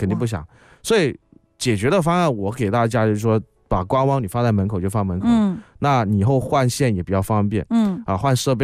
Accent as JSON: {"language": "Chinese", "region": "Guangdong", "country": "China", "said": "我们广东人说啊，你未来万一在哪崴着，"}